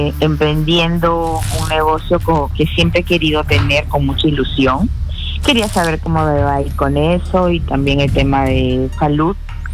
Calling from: Lima, Peru; de Surquillo.

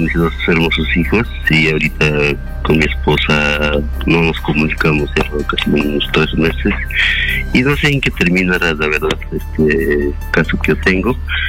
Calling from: Cusco, Peru

